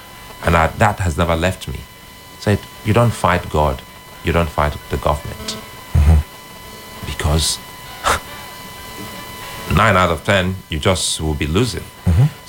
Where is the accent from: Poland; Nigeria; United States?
Nigeria